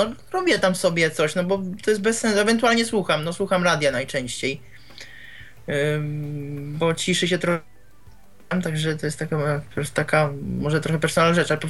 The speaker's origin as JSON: {"language": "Polish", "country": "Czechia", "said": "bo ja z Czech jestem"}